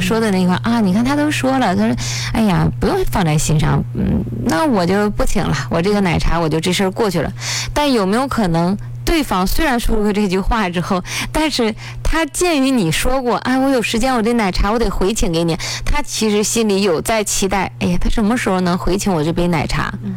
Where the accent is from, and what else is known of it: China